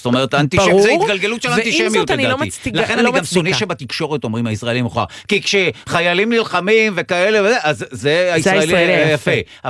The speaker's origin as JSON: {"language": "Hebrew", "town": "Netanya", "region": "Central District", "country": "Israel", "tie": "born or raised there", "said": "אחת עם אבי כשהייתי ילד בנתניה"}